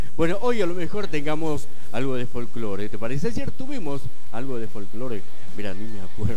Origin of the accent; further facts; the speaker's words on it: Córdoba, Argentina; accent: Cordobés; Y me sale como cordobés.